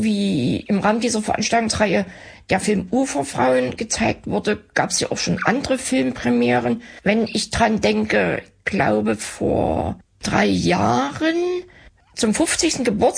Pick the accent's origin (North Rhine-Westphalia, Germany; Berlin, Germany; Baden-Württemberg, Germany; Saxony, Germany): Saxony, Germany; Leipzig; muss man nur als Leipzigerin aufpassen.